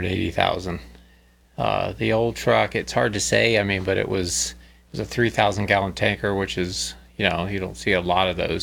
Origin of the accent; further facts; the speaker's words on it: Florida, United States; I'm from Florida. I've seen every hurricane, you know, all my life